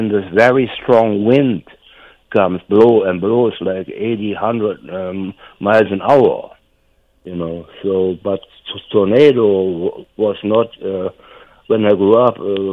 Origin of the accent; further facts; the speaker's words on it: North Rhine-Westphalia, Germany; I grew up in North Rhine-Westphalia.